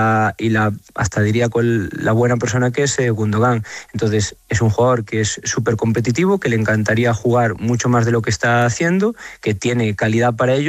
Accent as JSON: {"language": "Spanish", "region": "Galicia", "country": "Spain", "said": "no voy a responder con una pregunta como buen gallego"}